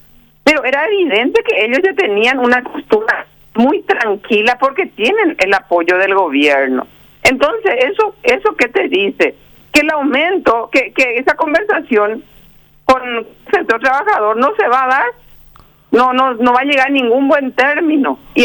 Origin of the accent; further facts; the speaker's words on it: Paraguay; Yo por lo menos soy parte hoy del Estado paraguayo.